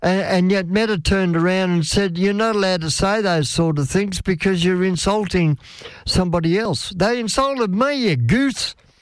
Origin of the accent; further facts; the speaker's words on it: Australia; We are Australian. Yes, we are.